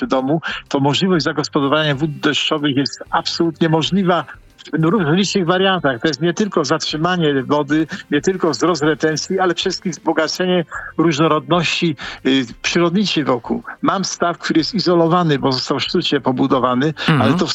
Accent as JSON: {"language": "Polish", "region": "Greater Poland Voivodeship", "country": "Poland", "said": "tym bardziej, że jestem wielkopolaninem. Jakbym powiedział, że nie oszczędzam, to bym występował w rodzinie mojego regionu."}